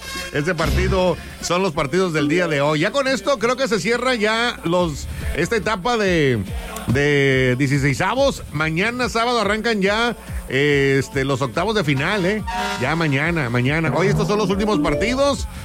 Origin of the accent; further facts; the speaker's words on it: Mexico; born there; Soy mexicano de nacimiento y de corazón.